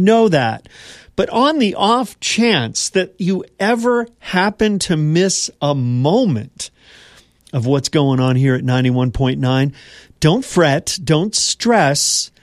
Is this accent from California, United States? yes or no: yes; Los Angeles, California, United States; moved away; Where I grew up in the Los Angeles area, there's a suburb known as Monrovia.